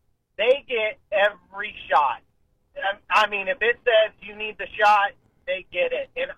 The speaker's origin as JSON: {"language": "English", "region": "Ohio", "country": "United States", "moved": "yes", "lives_now": "Summit County, Ohio, United States", "said": "I'm from Wayne County originally, but I moved up to Summit County."}